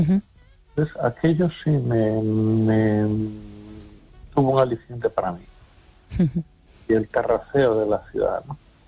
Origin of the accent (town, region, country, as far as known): Las Palmas de Gran Canaria, Canary Islands, Spain